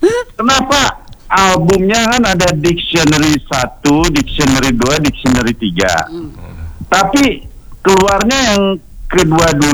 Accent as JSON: {"language": "Indonesian", "region": "Banten", "country": "Indonesia", "said": "saya orang Banten, saya bukan orang Jakarta, orang Jakarta"}